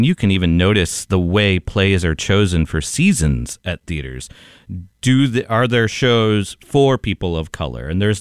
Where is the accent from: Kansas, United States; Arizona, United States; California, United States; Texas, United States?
Texas, United States; my life growing up in the 90s in Texas